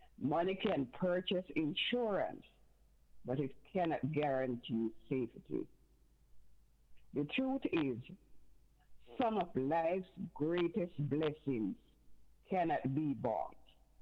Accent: Jamaica; Honestly, Uncle Wingie, I was in Jamaica growing up on Emancipation Day.

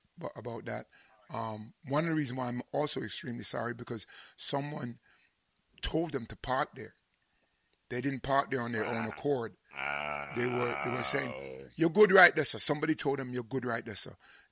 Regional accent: Frankfield, Clarendon, Jamaica; Me and you come from Frankfield, you know.

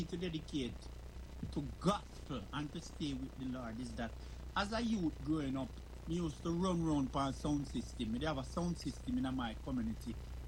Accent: Clarendon, Jamaica; accent: strong Jamaican patois; moved away as an adult; now in United Kingdom; I was born and raised in Clarendon. Went to the Spalding's comprehensive secondary school, then now it's Spalding's High School. Migrated to the United Kingdom

